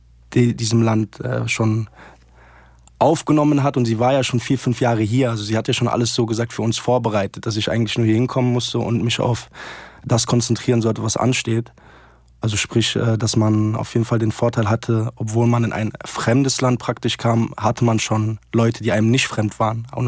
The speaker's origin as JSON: {"language": "German", "town": "Settat", "region": "Casablanca-Settat", "country": "Morocco", "tie": "born or raised there", "moved": "yes", "said": "Ich fühle mich mit beiden Ländern sehr, sehr verbunden und bin in Marokko geboren, in Settat. Das ist 40 Kilometer von Casablanca, das sagt wahrscheinlich den anderen eher was. Casablanca."}